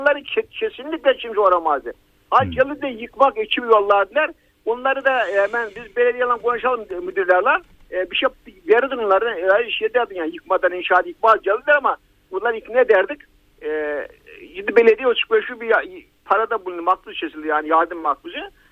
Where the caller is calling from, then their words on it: Tuzla, Istanbul, Turkey; …'dan arıyorum, …'dan.